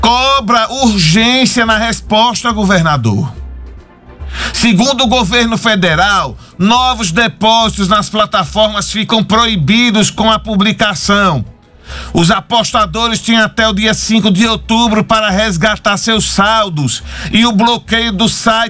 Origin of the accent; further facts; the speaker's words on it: Sergipe, Brazil; como sergipano que sou